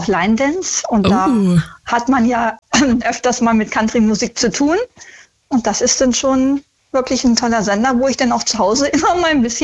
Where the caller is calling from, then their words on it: Altenau, Lower Saxony, Germany; ich komme aus Altenau im Oberharz